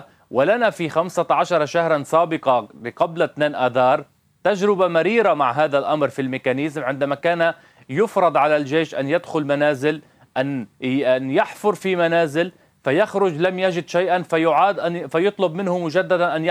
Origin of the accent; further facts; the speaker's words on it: Lebanon; نحن نريد كلبنانيين أن نفاوض عن نفسنا